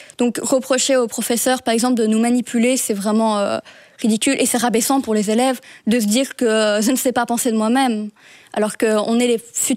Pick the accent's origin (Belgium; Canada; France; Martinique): Belgium; Liège, Wallonia; notamment à Liège, parce que je suis liégeoise